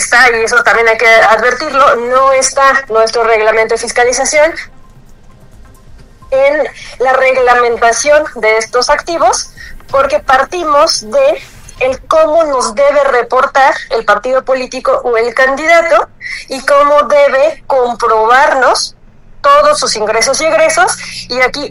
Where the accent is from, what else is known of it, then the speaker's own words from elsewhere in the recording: Mexico; nuestro país México